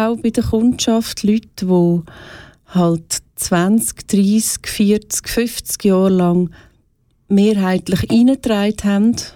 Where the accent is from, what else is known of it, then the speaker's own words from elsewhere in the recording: Switzerland; Auch bei uns in der Schweiz nicht.